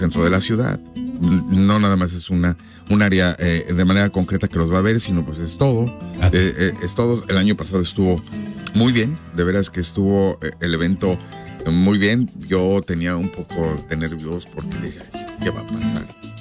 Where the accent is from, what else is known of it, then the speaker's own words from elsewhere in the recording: Mexico; now in Omaha, United States; nosotros como mexicanos, la comunidad mexicana, somos parte de la ciudad, somos parte de aquí